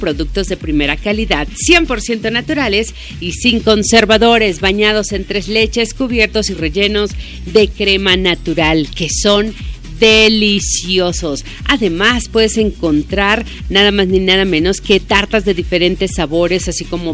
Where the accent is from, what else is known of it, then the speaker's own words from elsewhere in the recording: Tlaxcala, Mexico; todas estas tradiciones que tiene nuestro estado llamado Tlaxcala, Tlaxcala de Xicoténcatl o Tlaxcala Xicoténcatl, que es el verdadero nombre